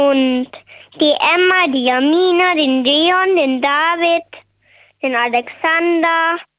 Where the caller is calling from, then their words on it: Carinthia, Austria; Also ich bin 6 Jahre alt und ich komme aus Kompendorf.